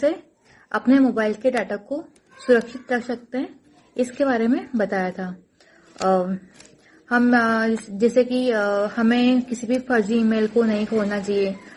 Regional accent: Rajasthan, India; मैं भगवगढ़ 12 राजस्थान से हूँ।

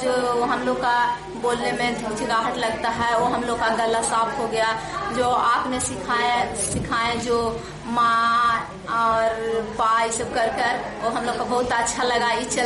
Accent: Deo, Bihar, India; मैं देव की रहने वाली हूँ, मैं यहाँ की दो हूँ

